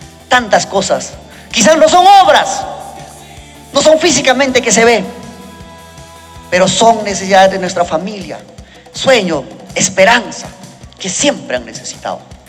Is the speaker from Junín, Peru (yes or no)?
no; Ancash, Peru; desde este espacio, de esta cuna tan hermosa, Ancash, de nuestros antepasados, Chavín, Sechín, Chanquillo, los Huaylas